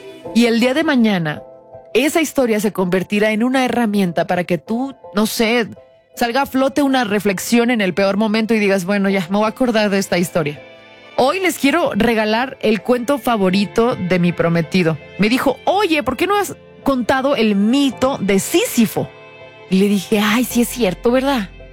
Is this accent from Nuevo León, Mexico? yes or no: yes; Nuevo León, Mexico; accent: regio; ¿Se dieron cuenta que cuando me quejo se me sale el acento regio?